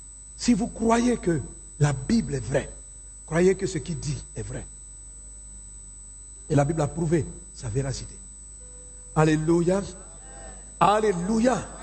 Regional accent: Agnibilékrou, Comoé, Côte d’Ivoire; là d'où je viens, de Agnibele-Cro, c'est un royaume. Le royaume du Diablin. Il y a un roi. Même s'il n'y a pas beaucoup de villages, mais c'est un royaume.

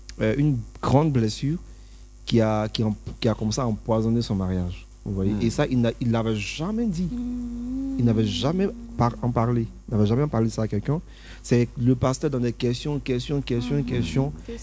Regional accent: Côte d’Ivoire; ici, en Afrique, et chez nous, en Côte d'Ivoire

